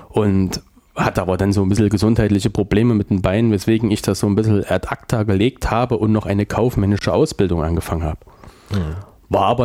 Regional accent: Weimar, Thuringia, Germany; Ich bin gebürtiger Weimarer

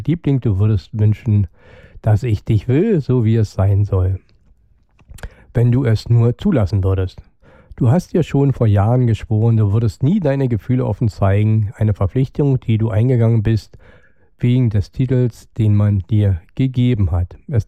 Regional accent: Brandenburg, Germany; wie wir als Brandenburger das auch anders sehen

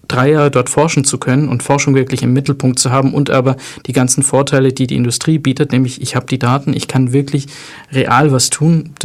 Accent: Tunisia; Habe ich ja gesagt, meine Mutter kommt aus Tunesien. Ich bin Tunesier.

